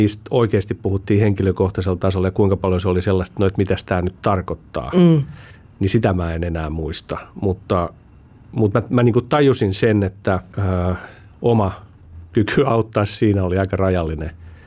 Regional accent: Helsinki, Uusimaa, Finland; mä oon helsinkiläinen

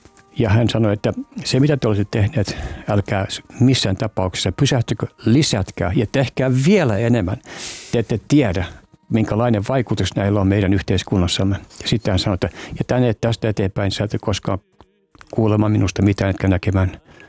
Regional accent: Canada; koska mä oon kasvanut englanninkielisessä maailmassa Kanadassa

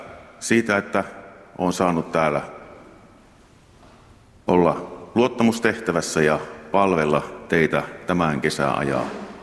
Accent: South Ostrobothnia, Finland; now in Kainuu, Finland; minä olen eteläpohjalainen

